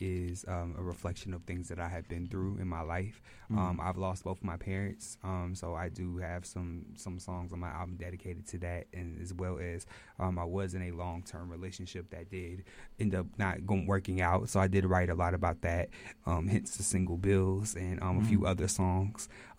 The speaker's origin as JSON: {"language": "English", "town": "Houston", "region": "Texas", "country": "United States", "said": "I'm from Houston, Texas."}